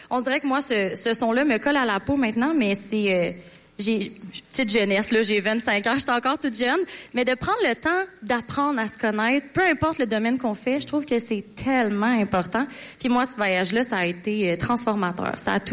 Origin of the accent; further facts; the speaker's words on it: Quebec, Canada; Moi, je viens pas d'ici. Moi, je viens de la Rive-Sud de Montréal.